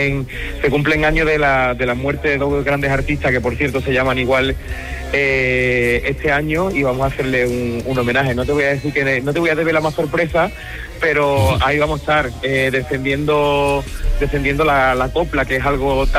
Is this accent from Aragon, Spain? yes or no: no; Andalusia, Spain; por allí, por Sevilla, por Andalucía, por mi tierra